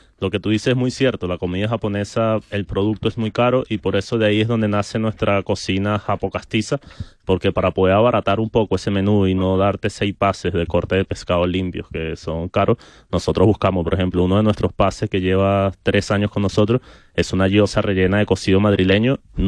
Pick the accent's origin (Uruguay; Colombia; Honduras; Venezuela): Venezuela; moved away; soy de Venezuela, emigrante.